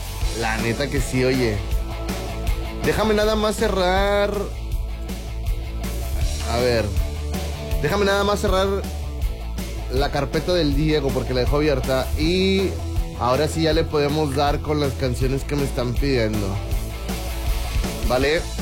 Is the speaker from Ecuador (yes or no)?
no; South Korea; now in Mexico; Yo siempre confié en mi natal Corea del Sur, porque para los que no saben, yo soy coreano. Aunque ustedes no lo crean. Entonces, ahí está. Como yo soy coreano, pues yo le tenía fe, obviamente, a Corea del Sur.